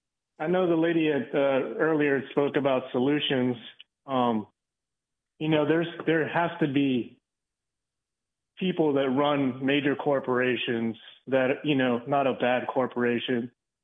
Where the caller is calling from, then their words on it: Maryland, United States; Hi, this is … from Maryland.